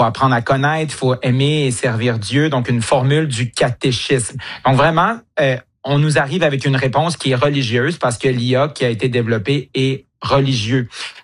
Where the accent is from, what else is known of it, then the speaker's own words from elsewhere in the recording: Quebec, Canada; chez nous, au Québec, on est peut-être un peu moins concernés par ça parce que, bon, on n'est pas très religieux. On est parmi les peuples les plus laïcs au monde.